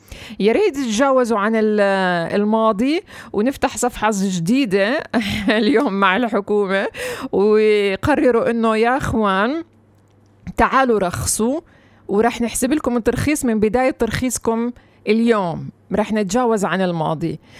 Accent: Palestine; إحنا كمان كفلسطينيين

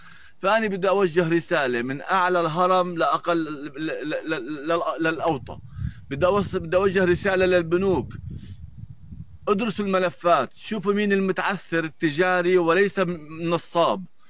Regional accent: Nablus, West Bank, Palestine; أنا أول إشي من نابلس من جبل النار

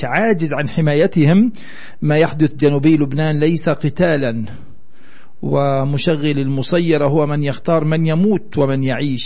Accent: West Bank, Palestine; هذه المشاريع ممنوعة كمان عندنا في الضفة الغربية

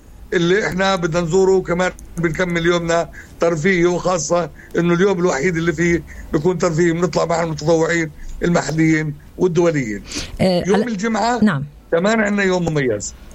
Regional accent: Farkha, West Bank, Palestine; في قريتنا القديمة قرية فرخ القديمة

